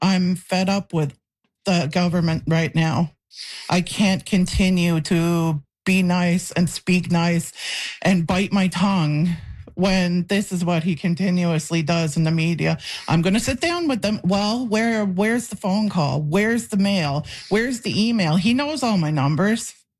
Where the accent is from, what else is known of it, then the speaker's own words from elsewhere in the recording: Newfoundland and Labrador, Canada; We're erased from Newfoundland curriculum. We're erased from public buildings. They tell the stories they want to tell, but this is our story. It was written, it was developed by Innu people, the way we see in it, the way we lived it